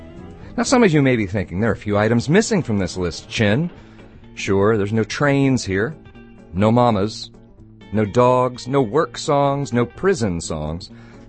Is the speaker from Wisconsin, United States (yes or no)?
no; Oklahoma, United States; I grew up in Oklahoma. I was there throughout the 80s and the 90s